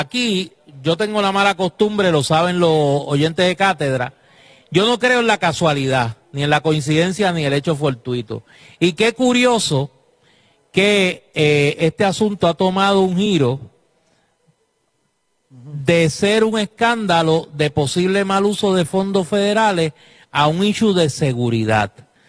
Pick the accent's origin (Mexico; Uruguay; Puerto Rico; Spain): Puerto Rico; Caguas; No es un secreto que yo soy de Cagua.